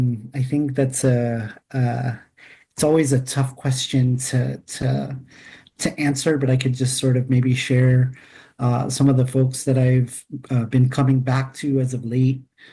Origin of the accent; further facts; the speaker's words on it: Oceanside, California, United States; And so we moved to San Diego County. I grew up in Oceanside, did my undergrad at UCSD, spent a good amount of time, but a good amount of my adult life in San Diego. So I do call San Diego home.